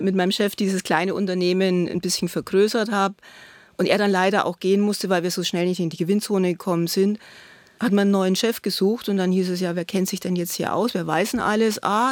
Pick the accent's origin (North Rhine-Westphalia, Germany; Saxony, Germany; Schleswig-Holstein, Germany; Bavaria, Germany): Bavaria, Germany; Hof; ich bin in Hof aufgewachsen, das war damals noch das Dreiländereck.